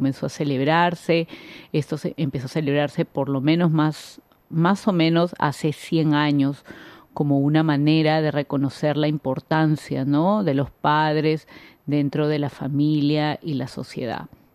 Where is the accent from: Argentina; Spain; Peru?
Peru; now in Stuttgart, Germany; Por ejemplo, en Perú, en mi país se celebra el segundo domingo de junio y el Día de la Madre el tercer domingo de mayo, cosa que aquí en Stuttgart en mayo se celebra